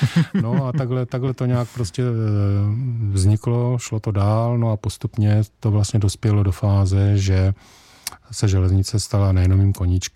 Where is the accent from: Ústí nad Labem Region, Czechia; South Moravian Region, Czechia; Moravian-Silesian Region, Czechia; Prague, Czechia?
South Moravian Region, Czechia; Rosice; born there; Jsem se narodil v Rosicích u Brna, dnes tam opět žijí.